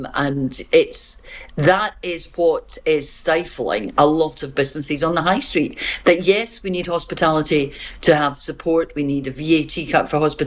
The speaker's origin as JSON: {"language": "English", "region": "Scotland", "country": "United Kingdom", "lives_now": "Edinburgh, United Kingdom", "said": "being a Scot"}